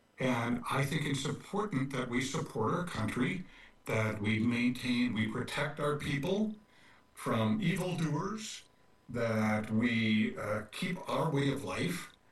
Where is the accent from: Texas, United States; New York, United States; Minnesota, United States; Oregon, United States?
Minnesota, United States; Fridley; born or raised there